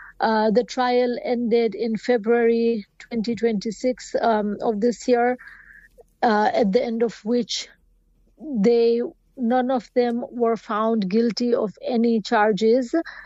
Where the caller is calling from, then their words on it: London, United Kingdom; So I am actually speaking from London, United Kingdom